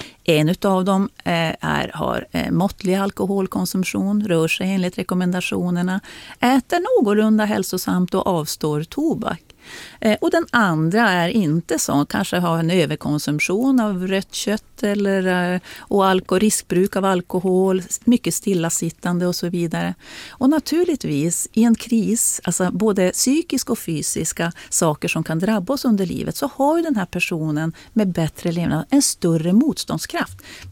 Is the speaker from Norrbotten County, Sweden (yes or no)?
yes; Norrbotten County, Sweden; Och som norrbottning så är det ju en ganska sorglig läsning, måste man säga.